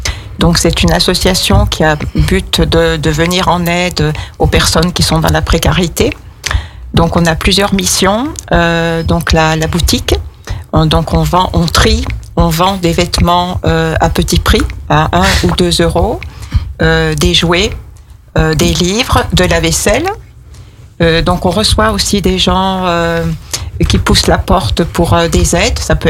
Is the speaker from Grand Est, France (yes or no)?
no; Bourgogne-Franche-Comté, France; moved away as an adult; now in Aix-les-Bains, France; Je suis originaire de la Bourgogne et je suis venue à Aix-les-Bains pour travailler en 1969.